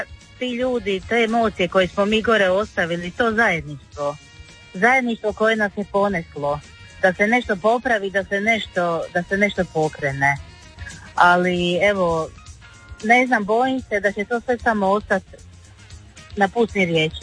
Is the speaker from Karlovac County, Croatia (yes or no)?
no; Senj, Lika-Senj County, Croatia; Ja sam bila, ne živim u Senju, ali sam rodom iz Senja.